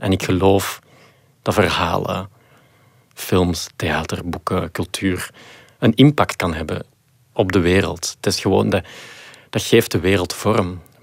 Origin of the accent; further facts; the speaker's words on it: Flanders, Belgium; ik denk ook dat wij als Belgen gewoon heel goed zijn in die verhalen vertellen.